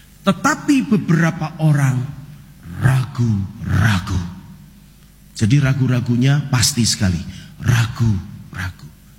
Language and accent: Indonesian; Central Java, Indonesia; also born or lived in Jakarta; Lah saya ini orang Jawa Tengah